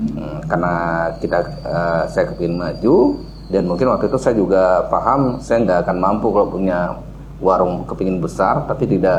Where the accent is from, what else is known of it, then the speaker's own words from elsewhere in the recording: Java, Indonesia; Saya kalau ditanya ya asli saya suku Jawa.